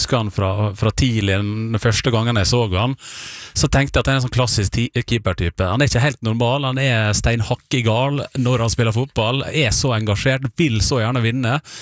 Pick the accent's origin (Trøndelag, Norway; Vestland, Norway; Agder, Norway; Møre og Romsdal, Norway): Møre og Romsdal, Norway; Så klart dette betyr mye for oss som sunnmøring, at vi har en som så sentral.